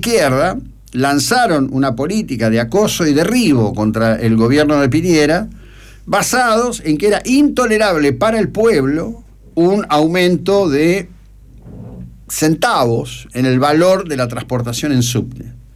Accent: Argentina

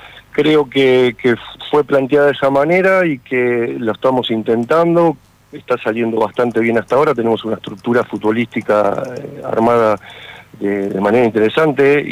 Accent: Mar del Plata, Buenos Aires Province, Argentina; Sí, yo en las mejores instituciones soy de Mar del Plata, por supuesto que esto lo hacen

